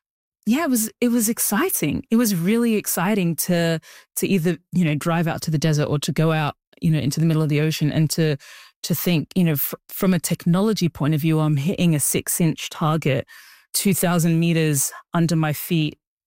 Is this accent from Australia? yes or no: yes; Australia; also born or lived in Sudan; I was born in Sudan. I was raised in Australia.